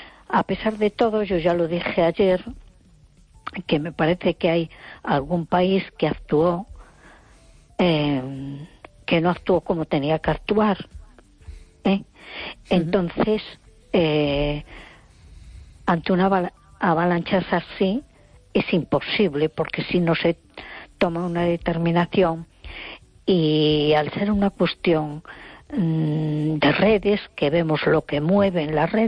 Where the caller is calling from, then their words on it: A Coruña, Galicia, Spain; de Coruña.